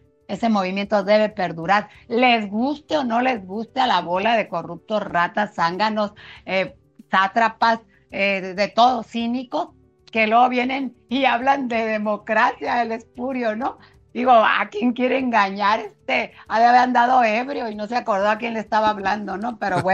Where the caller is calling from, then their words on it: Tijuana, Baja California, Mexico; sería de México, para poder luchar por mi tierra, para poder defender mi tierra